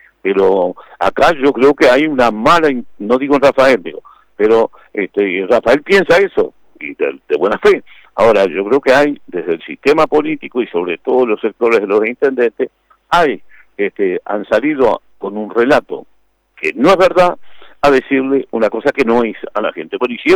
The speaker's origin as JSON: {"language": "Spanish", "country": "Uruguay"}